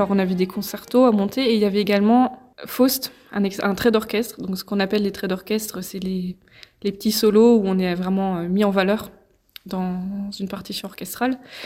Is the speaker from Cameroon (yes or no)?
no; Bourgogne-Franche-Comté, France; moved away as an adult; also born or lived in Nancy / Lyon; now in Liège, Belgium; je viens de Franche-Comté, donc j'ai commencé la musique là-bas. Enfin, je viens d'une famille de musiciens. Donc j'ai commencé dans l'école de musique où il y avait mes parents en Haute-Saône. Après, je suis partie à Nancy, une fois que j'ai eu mon bac, donc je suis partie à Nancy faire mes études.